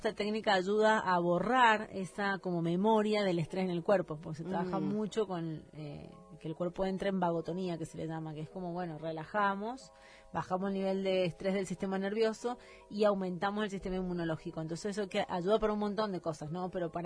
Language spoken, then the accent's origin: Spanish; Mendoza, Argentina; born there; moved away; Pero me recuerdo cuando vivía en Mendoza